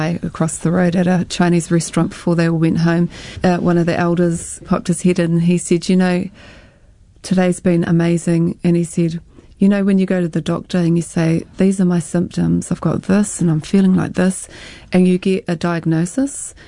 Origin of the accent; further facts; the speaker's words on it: Waikato, New Zealand; Like, I'm from Waikato, Maniapoto, Ngāti Pāua, Ngāti Naho, and all those places have something to do with the wars